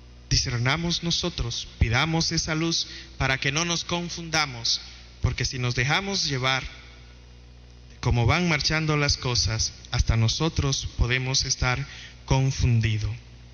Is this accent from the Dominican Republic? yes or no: yes; Dominican Republic; born there; Nosotros que tenemos la dicha de haber nacido primero en esta bendita República Dominicana, que está, ¿verdad?, permeada por los valores del cristianismo, y más aún en este Cibao, permeado más fuertemente por estos valores cristianos católicos